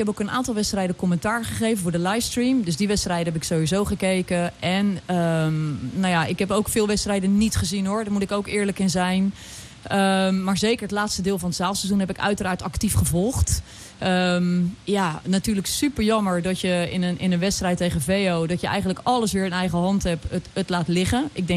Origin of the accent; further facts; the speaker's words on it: Dordrecht, South Holland, Netherlands; now in Alphen aan den Rijn, Netherlands; Ik kom zelf oorspronkelijk uit Dordrecht. Maar vanaf het moment dat ik naar Alphen ben verhuisd